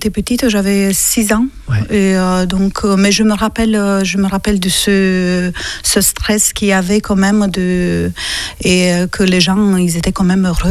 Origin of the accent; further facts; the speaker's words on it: Războieni, Iași County, Romania; moved away as an adult; Sauf que moi, je suis née à Iași, mais j'ai vécu à 50 km dans la campagne. Et cette petite ville que j'aime beaucoup s'appelle Războieni. Et c'est là que j'ai grandi.